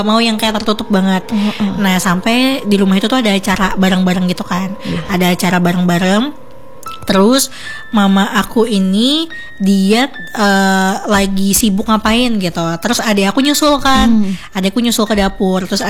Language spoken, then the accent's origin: Indonesian; Sampit, Central Kalimantan, Indonesia; born or raised there; also born or lived in Banjarmasin